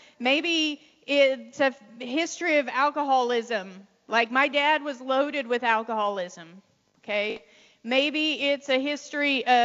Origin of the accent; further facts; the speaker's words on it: Colorado, United States; my folks divorced when I was 4, and we had a property there. I grew up in Colorado. We had 40 acres, this gorgeous house that my dad built.